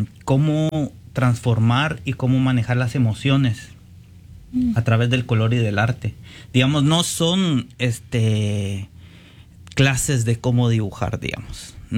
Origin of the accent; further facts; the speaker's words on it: Guatemala; moved away as an adult; also born or lived in Vermont; Soy originario de Guatemala. Pintor, desde el 2013 que gané una beca para estar en Vermont estudiando arte. Desde entonces he estado viajando